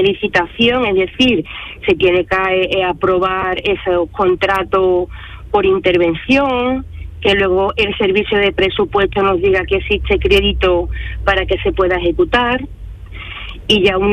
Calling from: Seville, Andalusia, Spain; ahora mismo voy por la excedente camino a Cartuja, aquí en Sevilla capital.

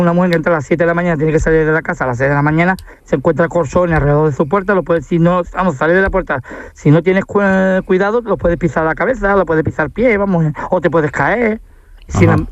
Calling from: Ceuta, Spain

